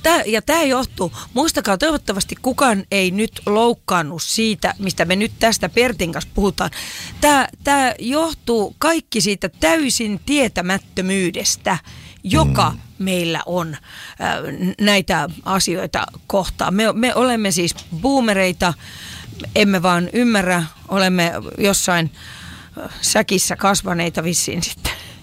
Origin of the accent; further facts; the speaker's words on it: Lieto, Southwest Finland, Finland; mä oon Liedosta, mä oon äiti, mä oon täys juntti, mä oon täys boomeri